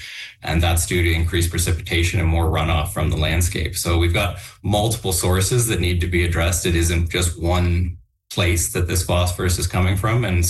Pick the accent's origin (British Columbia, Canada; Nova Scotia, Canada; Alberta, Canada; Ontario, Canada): Ontario, Canada; I had the opportunity growing up in Southern Ontario to spend a lot of time around water